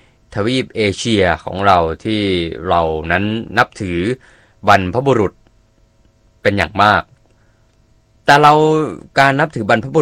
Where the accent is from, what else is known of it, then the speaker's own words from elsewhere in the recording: Central Thailand, Thailand; แต่ผมเนี่ยในฐานะที่เป็นคนภาคกลางเราก็ได้ยินมานานนะประเพณีศาสตร์เดือน10ก็เห็นเพื่อนคนนั้นคนนี้ไปนะครับ